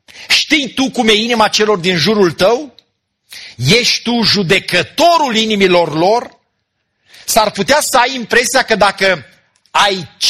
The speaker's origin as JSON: {"language": "Romanian", "country": "Romania", "said": "noi ca români"}